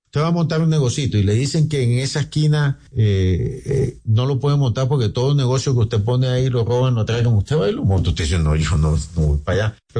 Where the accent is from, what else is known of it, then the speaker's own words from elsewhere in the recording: Santa Marta, Magdalena, Colombia; yo soy samario